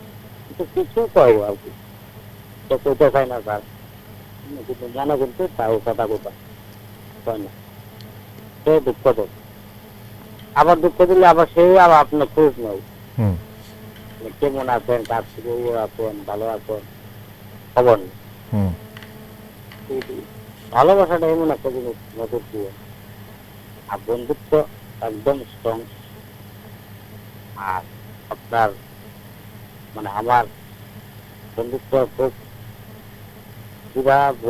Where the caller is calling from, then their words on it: Agartala, Tripura, India; এখানে আমার বাড়ি হলো অভয়নগর।